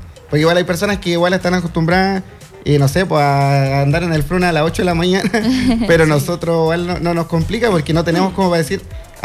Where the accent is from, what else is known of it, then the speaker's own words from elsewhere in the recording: Arica, Arica y Parinacota, Chile; moved away; ¿Eres de Arica? Me dicen. Yo, sí